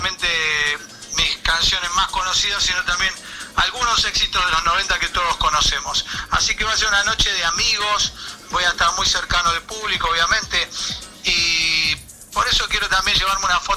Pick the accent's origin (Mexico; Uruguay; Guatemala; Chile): Uruguay; also born or lived in Argentina; Yo nací, sí, en Uruguay, y siempre estuve un tiempo en Uruguay y un tiempo en Argentina. Bien. Es más, hice la primaria en Argentina, la secundaria en Uruguay